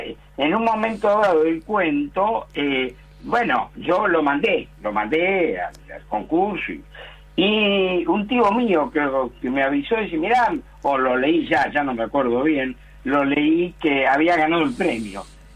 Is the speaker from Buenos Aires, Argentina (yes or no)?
yes; Buenos Aires, Argentina; born there; Y yo nací en La Boca, así que conozco el barrio bien.